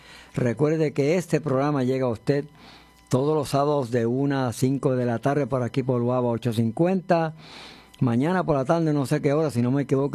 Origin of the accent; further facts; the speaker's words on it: Añasco, Puerto Rico; Allá lo vamos a estar escuchando en mi pueblo Añasco